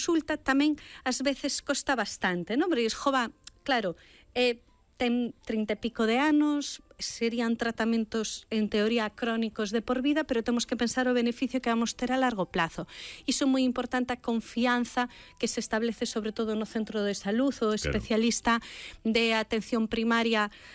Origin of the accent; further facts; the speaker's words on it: Galicia, Spain; Vou responder como moi galega.